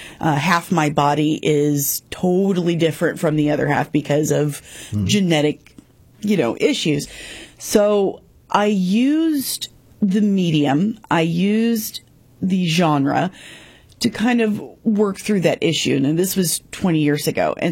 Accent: Farmington, United States; So I grew up disabled, and obviously in a rural area. I grew up in Farmington

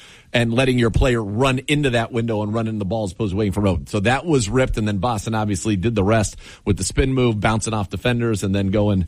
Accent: Baja California, Mexico; I mean, when I think about, I grew up in California.

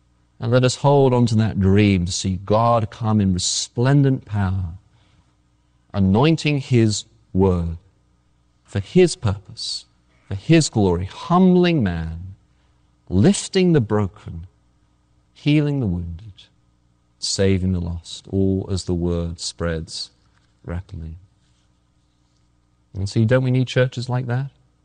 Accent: England, United Kingdom; you won't get all this because after all, I am English. This is a sort of English context joke.

